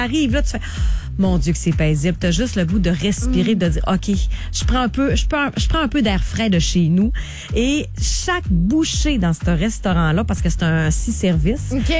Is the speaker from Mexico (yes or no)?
no; Saint-Fulgence, Quebec, Canada; puis c'est chez nous à Saint-Fulgence.